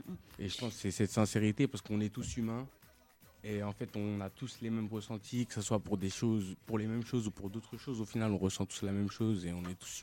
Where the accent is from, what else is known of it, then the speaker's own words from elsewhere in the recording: Algeria; now in France; Je suis algérien.